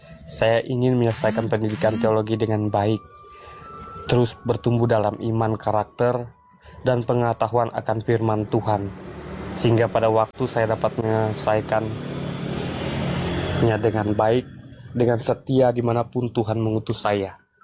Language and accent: Indonesian; North Kalimantan, Indonesia; Asal saya dari Kalimantan Utara, Kabupaten Malinau, tepatnya di Desa Sempua Karot.